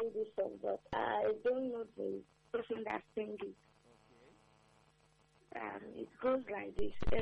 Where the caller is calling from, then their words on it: Abia, Nigeria; From Abia State.